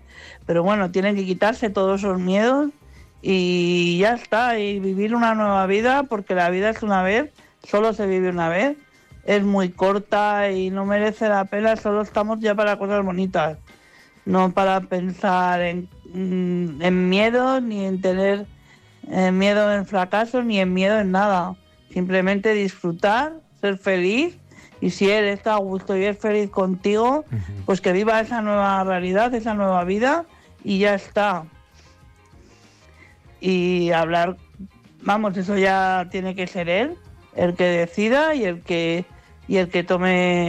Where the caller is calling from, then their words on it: Madrid, Community of Madrid, Spain; de Madrid.